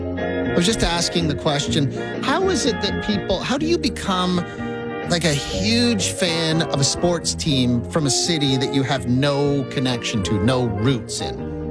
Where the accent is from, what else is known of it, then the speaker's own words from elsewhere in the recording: Saskatchewan, Canada; Yeah, when I was a kid growing up in Saskatchewan, it was everybody either had a Montreal Canadiens jersey or a Boston Bruins jersey.